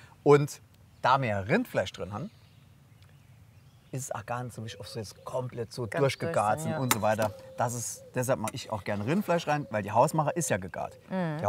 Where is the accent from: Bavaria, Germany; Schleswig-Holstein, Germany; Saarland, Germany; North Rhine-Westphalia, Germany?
Saarland, Germany; Wie sich das gehört als richtiger Saarländer.